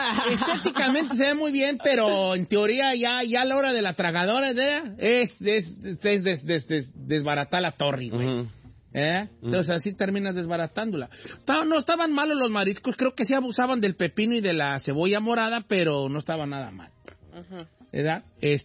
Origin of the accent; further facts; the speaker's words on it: Michoacán, Mexico; De Guatemala. Yo soy de Michoacán.